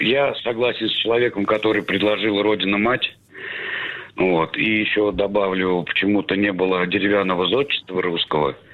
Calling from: Astrakhan, Astrakhan Oblast, Russia; из Астрахани, это я.

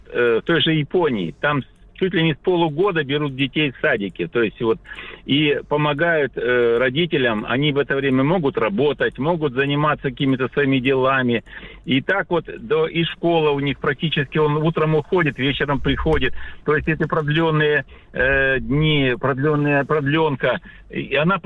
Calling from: Sakhalin Oblast, Russia; Я с Сахалина. Здравствуйте.

